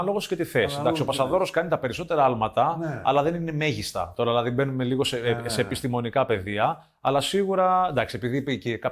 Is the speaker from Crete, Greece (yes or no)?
yes; Ierapetra, Crete, Greece; born there; Ναι, από εκεί έφυγα και πήρα την πρώτη μου μεταγραφή και ξεκίνησα την επαγγελματική μου καριέρα.